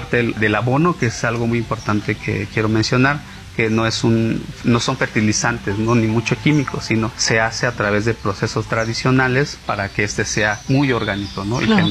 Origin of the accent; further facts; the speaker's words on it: Tanetze de Zaragoza, Oaxaca, Mexico; provengo de la comunidad de Tanetz de Zaragoza, el lugar y en donde producimos y vivimos con el café.